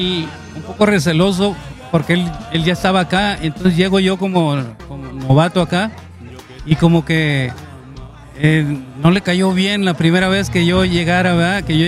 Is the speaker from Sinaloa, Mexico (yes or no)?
yes; Los Mochis, Sinaloa, Mexico; born there; also born or lived in Guamúchil, Sinaloa; Ahí nací, pero ya ves que los papás, nací y ya me llevan otra vez para allá, para Mochis